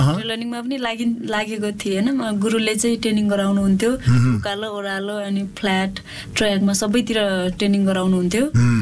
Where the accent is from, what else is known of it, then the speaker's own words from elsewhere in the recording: Pere, Jumla, Karnali Province, Nepal; मेरो घर कर्णाली प्रदेश जुम्ला पातारासी पेरे.